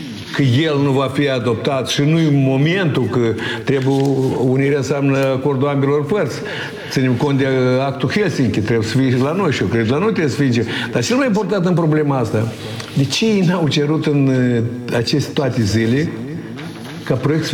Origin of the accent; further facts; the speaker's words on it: Moldova; Deci Rusia nu vrea nici cum să împaci cu faptul că noi suntem români moldoveni, că noi am fost parte din Principatul Moldova, da?